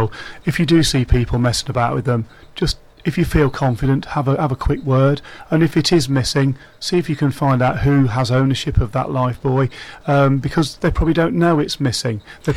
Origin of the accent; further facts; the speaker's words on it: East Midlands, United Kingdom; It's also, I came from Leicestershire, and it's the amount of volunteers who don't even live on the coast.